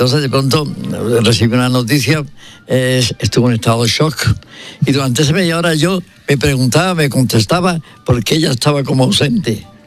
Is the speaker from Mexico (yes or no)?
no; Granada, Andalusia, Spain; accent: Andalusian; es el tono con el que vamos andaluces. Cosa que yo ya lo he perdido, cosa que no me agrada porque yo soy granadino, es español y europeo.